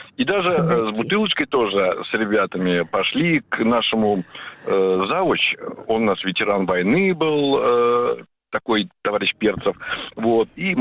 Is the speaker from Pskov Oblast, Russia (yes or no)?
yes; Pskov Oblast, Russia; now in Saint Petersburg, Russia; Выпускной был, правда, не в Санкт-Петербурге, не в Ленинграде, а я как бы из Псковской области.